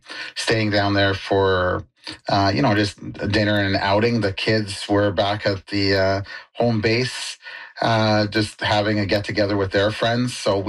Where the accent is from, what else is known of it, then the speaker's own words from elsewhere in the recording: Maple Ridge, British Columbia, Canada; And I was like, I'm from Maple Ridge and stuff like that.